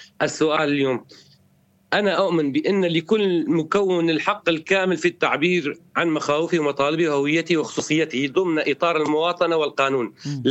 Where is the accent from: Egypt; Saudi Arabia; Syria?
Syria; نحن جزء من سوريا